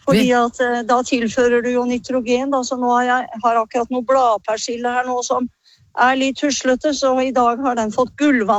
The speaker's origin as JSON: {"language": "Norwegian", "town": "Skien", "region": "Telemark", "country": "Norway", "tie": "born or raised there", "said": "jeg har vokst opp midt i Skien"}